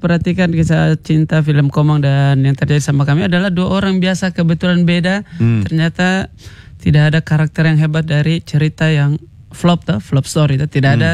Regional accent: Buton, Southeast Sulawesi, Indonesia; also born or lived in Wakatobi; kami orang Buton bicaranya berbeda.

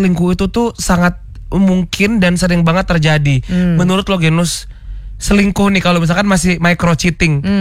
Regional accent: Indonesia; kita sebagai orang Asia, apalagi Indonesia

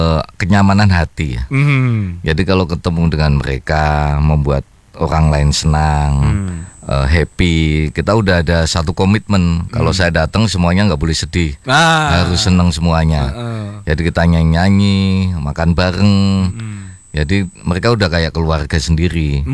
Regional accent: Surakarta, Central Java, Indonesia; karena saya dari Solo, saya kan seminggu sekali kan ke Jakarta kan.

